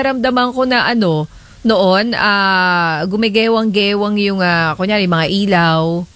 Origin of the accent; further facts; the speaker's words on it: Ilocos Region, Philippines; sa amin sa Ilocos Norte